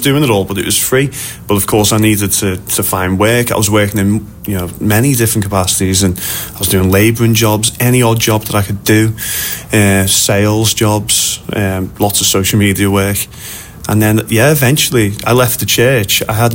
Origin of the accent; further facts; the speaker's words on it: Liverpool, North West England, United Kingdom; But for me, I'm a lad from Liverpool, County Road, raised, you know.